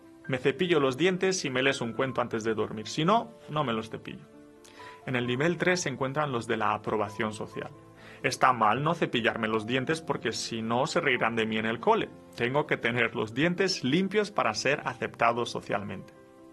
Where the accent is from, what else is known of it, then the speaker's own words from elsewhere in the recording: Romania; Spanish is a second language; now in Spain; yo no soy español, soy de Rumanía, entonces a veces me cuesta y tengo que traducir las cosas del castellano al rumano.